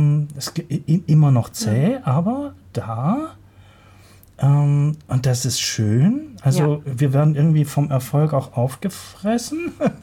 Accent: Germany; Ich bin Deutscher, aber mit Liberté, Égalité, Fraternité.

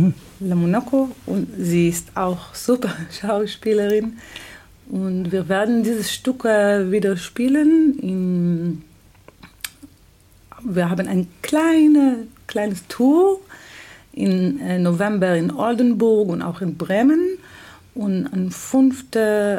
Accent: Jerusalem, Jerusalem District, Israel; moved away as an adult; now in Potsdam, Germany; Ich komme aus Jerusalem. Ich bin in Deutschland schon fast 10 Jahre.

